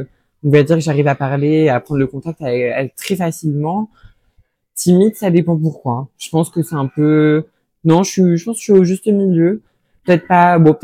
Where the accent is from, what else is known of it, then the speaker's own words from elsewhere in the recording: Normandy, France; moved away as an adult; Je suis originaire de Normandie, mais à 18 ans, j'ai voulu déménager à Paris